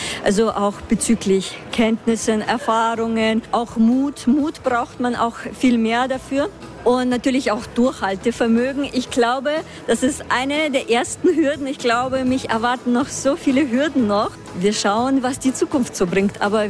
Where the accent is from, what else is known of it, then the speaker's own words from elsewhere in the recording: Salzburg, Austria; Ich komme ja auch aus Salzburg und wir sind eigentlich viel urbaner, was das betrifft.